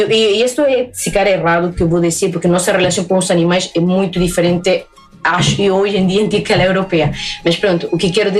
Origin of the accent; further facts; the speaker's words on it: Pucallpa, Ucayali, Peru; Portuguese is a second language; E por acaso, de onde eu sou, que é Pucallpa, é o rio Ucayali.